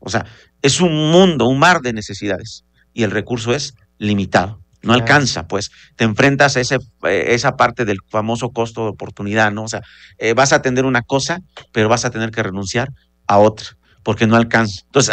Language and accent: Spanish; San Martín Caltenco, Puebla, Mexico; yo fui en algún momento regidor de mi pueblo en la Junta Auxiliar de San Martín Caltenco.